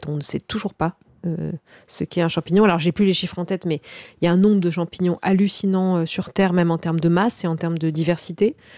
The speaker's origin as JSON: {"language": "French", "region": "Corsica", "country": "France", "said": "moi je suis donc originaire de Corse et de moyenne montagne, de Castagniccia."}